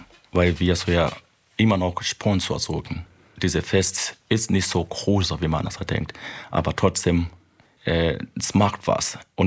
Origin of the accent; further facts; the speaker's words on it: Chemnitz, Saxony, Germany; Wir kommen aus Chemnitz, Karl-Marx-Stadt.